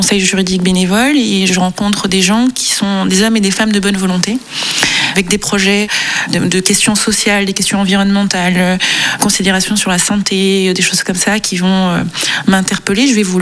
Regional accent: Réunion; parce que j'ai grandi à La Réunion, parce qu'il y a un contexte esclavagiste auquel moi je suis sensible

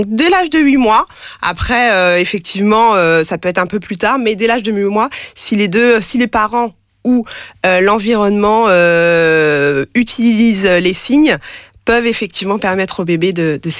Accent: France; first language French Sign Language

